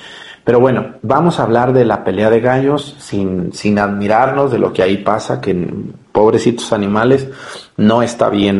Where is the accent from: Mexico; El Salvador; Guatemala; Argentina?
Mexico; Mexticacán, Jalisco; moved away; dice la canción, y el padre Arturo también es de un rancho. De hecho, mi pueblo, Mestigacán, cuando vayan van a ver que es un pueblito, casi un ranchito. Entonces yo crecí entre pollos, gallinas, vacas, burros, mulas, yeguas, de todo